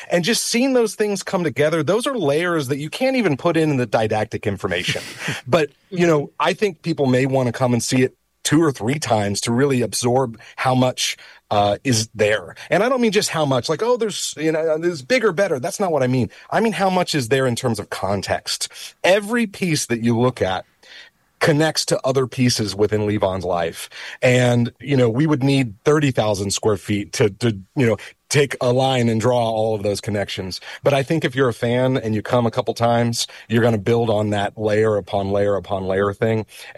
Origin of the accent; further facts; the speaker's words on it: Tulsa, Oklahoma, United States; now in Fayetteville, United States; I grew up in Tulsa, Oklahoma, very much, you know, an aerospace state